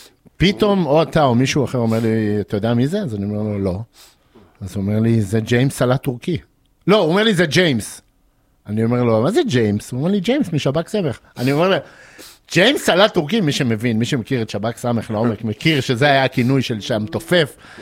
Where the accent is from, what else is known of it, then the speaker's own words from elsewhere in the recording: Rehovot, Central District, Israel; גדלתי גם ברחובות, שהיא עיר שכנה ליבנה